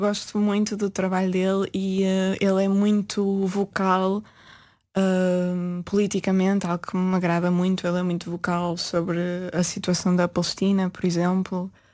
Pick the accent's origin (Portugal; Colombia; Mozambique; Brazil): Portugal; Peso da Régua, Norte; moved away as an adult; also born or lived in Póvoa de Varzim; now in Porto, Portugal; na Régua, sim. E também na Folgosa. Eu estive desde o pré-escolar até o quarto ano numa escola na Folgosa. Tenho uma grande ligação ao Douro, à Régua e à Folgosa também.